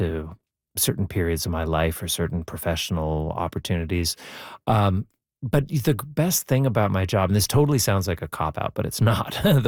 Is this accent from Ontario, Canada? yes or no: no; Brandon, Manitoba, Canada; growing up in Brandon, Manitoba, it seemed really, really, really far away.